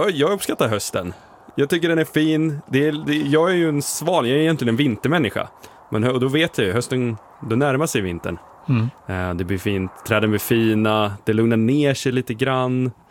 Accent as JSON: {"language": "Swedish", "town": "Stockholm", "region": "Stockholm County", "country": "Sweden", "said": "Trots att jag är stockholmare."}